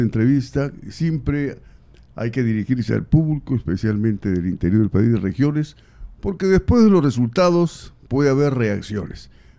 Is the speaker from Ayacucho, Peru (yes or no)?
no; Arequipa, Peru; Por eso me cae bien. Somos dos arequipeños.